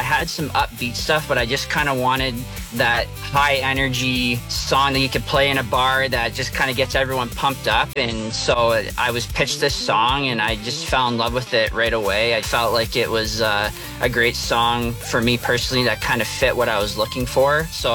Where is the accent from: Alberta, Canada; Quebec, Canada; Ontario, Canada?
Ontario, Canada; Windsor; born or raised there; now in Harrow, Canada